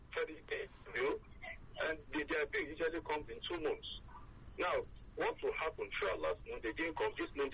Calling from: Lagos, Nigeria; I'm calling from Agokota.

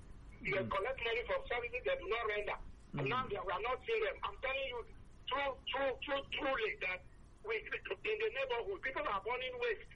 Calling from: Lagos, Nigeria; I'm calling from Mero.

